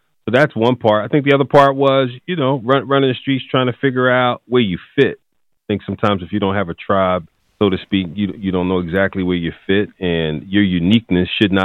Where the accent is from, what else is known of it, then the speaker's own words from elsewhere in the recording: Philadelphia, Pennsylvania, United States; Well, you know, North Philly was tough back then. Eighth and Butler was considered at that time, man, the drug capital of the world, at least the United States. And I was one of those kids